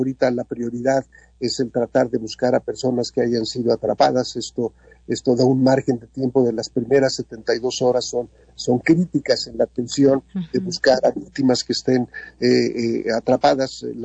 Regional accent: Mexico

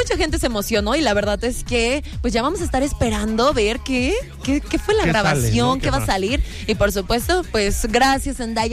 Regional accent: Mexico

